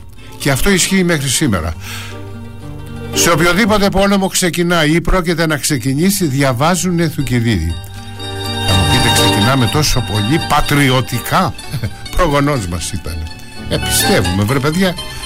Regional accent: Greece

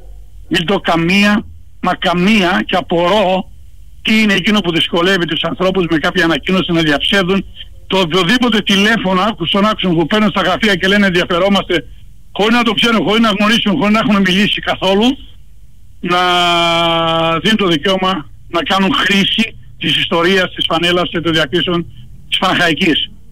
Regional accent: Patras, Western Greece, Greece; now in Athens, Greece; το ενδιαφέρον μου για την Πάτρα ως πατρινός

